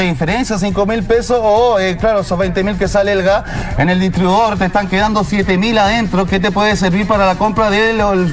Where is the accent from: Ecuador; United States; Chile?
Chile; somos muchos los chilenos y chilenas y auditores que tenemos este calefactor eléctrico